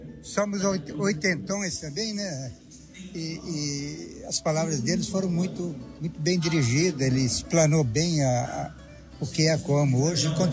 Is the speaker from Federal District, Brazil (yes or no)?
no; Sertanópolis, Paraná, Brazil; Nasci em Sertanópolis.